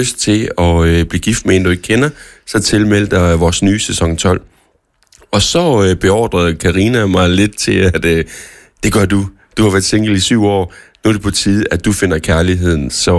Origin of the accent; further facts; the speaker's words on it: Randers, Central Denmark Region, Denmark; Jeg er Randers-dreng.